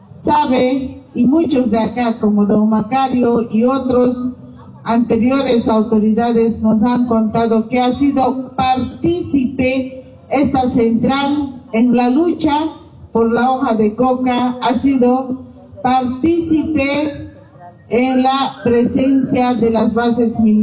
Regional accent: Bolivia

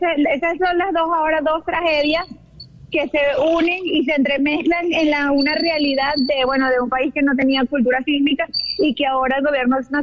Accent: Venezuela; Doy las gracias como venezolana

